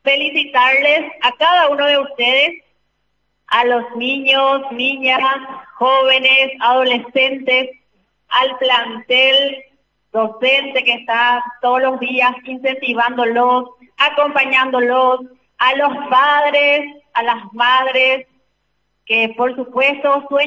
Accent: Paraguay; now in Pedro Juan Caballero, Paraguay; Me siento orgullosa de ustedes como madre, como joven, como paraguaya

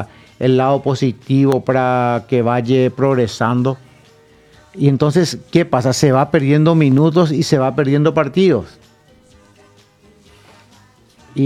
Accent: Pedro Juan Caballero, Amambay, Paraguay; nosotros los Pedro Juaninos, los que somos hinchas del Sportivo 2 de mayo

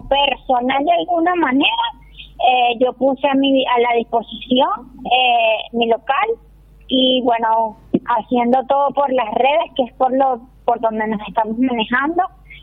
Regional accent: Barquisimeto, Lara, Venezuela; now in Paraguay; yo no soy de Caracas, soy de una ciudad del interior que es como decir Ciudad del Este, Asunción. Mi ciudad se llama Barquisimeto y estamos a 5 horas de Caracas

